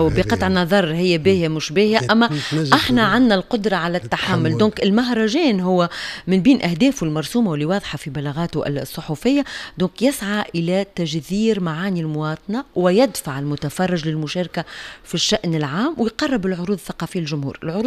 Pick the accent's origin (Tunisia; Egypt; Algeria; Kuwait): Tunisia; في بلادنا تونس